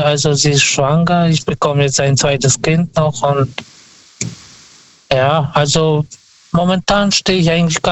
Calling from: Karlsruhe, Baden-Württemberg, Germany; Ich bin aus Karlsruhe.

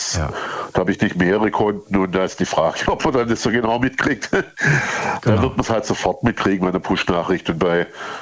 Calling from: Baden-Württemberg, Germany; So 40 Kilometer nördlich von Stuttgart, also so, nördlich ja Rems-Murr-Kreis, ja.

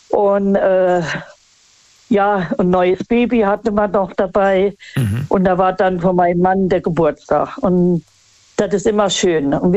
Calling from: Idar-Oberstein, Rhineland-Palatinate, Germany; Ich komme aus Idar-Oberstein.

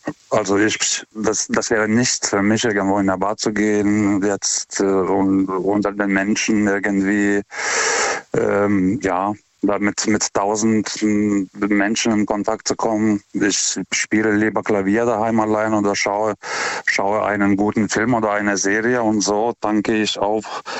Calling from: Karlsruhe, Baden-Württemberg, Germany; German is a second language; aus Karlsruhe. Ich rufe zum zweiten Mal an.

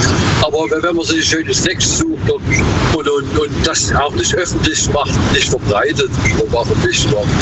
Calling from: Fellbach, Baden-Württemberg, Germany; Hier, Fellbach.

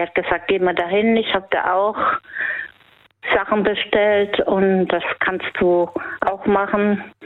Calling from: Kripp, Rhineland-Palatinate, Germany; Aus Grip, in der Nähe von Remagen.

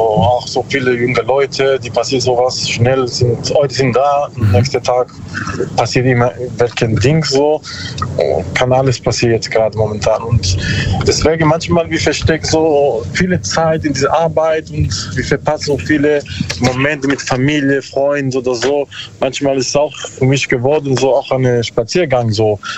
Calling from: Bruchsal, Baden-Württemberg, Germany; Ja, so Karlsruhe.

